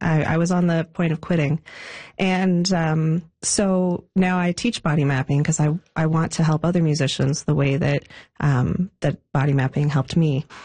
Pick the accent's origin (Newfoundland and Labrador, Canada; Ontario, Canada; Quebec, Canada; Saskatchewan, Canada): Ontario, Canada; Toronto; now in Newfoundland, Canada; And I'm from Toronto originally, and I came to Newfoundland for the first time in 2007 for the Tuckamore Chamber Music Festival.